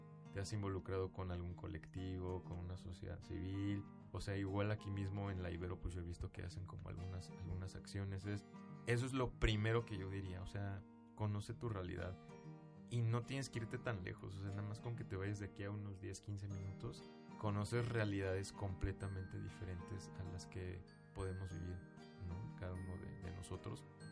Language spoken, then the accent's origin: Spanish; Mexico; ahorita tenemos un gobierno que trae una narrativa bastante complicada hacia nosotros como mexicanos